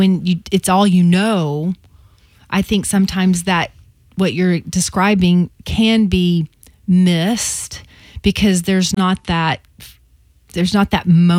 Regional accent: the South, United States; we grew up in the South.

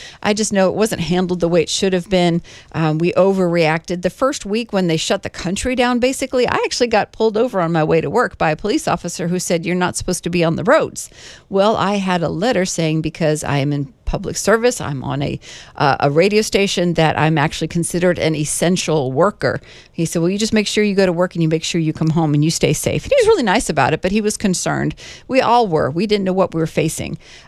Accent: Massachusetts, United States; moved away; because I'm from Massachusetts

